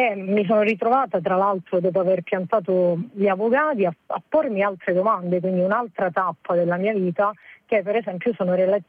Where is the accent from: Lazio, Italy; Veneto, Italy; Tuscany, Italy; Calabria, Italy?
Calabria, Italy; moved away as an adult; also born or lived in Milan; è la mia terra, la Calabria